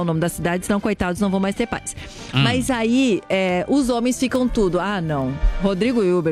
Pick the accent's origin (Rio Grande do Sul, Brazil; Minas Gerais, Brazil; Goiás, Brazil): Rio Grande do Sul, Brazil; Eu sou gaúcha